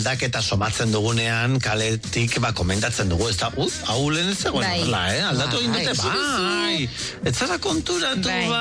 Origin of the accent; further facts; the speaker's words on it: Aoiz, Navarre, Spain; Nire herrian, esate baterako, agoitzen, joan den urtean, ez zituzten egin